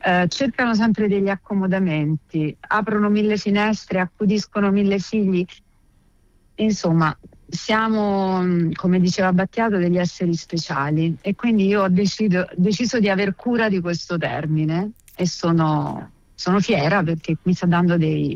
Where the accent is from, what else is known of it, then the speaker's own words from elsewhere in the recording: Rome, Lazio, Italy; io sono una randagia, sono della Garbatella e sono veramente una ragazzina con gli artigli